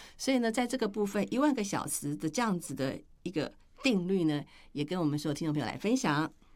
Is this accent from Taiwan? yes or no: no; China; 就我们中国人的这种火候到了